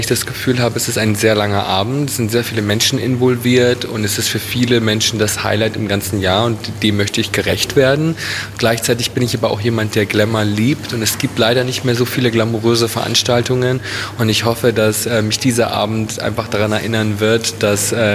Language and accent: German; Italy; dass ich so ein bisschen mein Heimatland Italien vertreten kann.